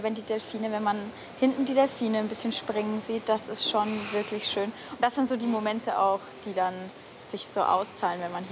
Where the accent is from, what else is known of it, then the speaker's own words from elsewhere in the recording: Bavaria, Germany; Das ist aus meiner Heimat, deswegen freue ich mich, dass wir bayerisches Frühshoppen genau. haben.